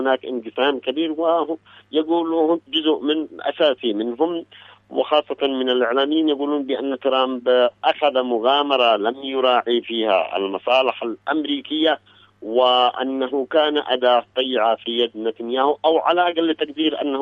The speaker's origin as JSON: {"language": "Arabic", "country": "Yemen", "said": "عندنا في اليمن"}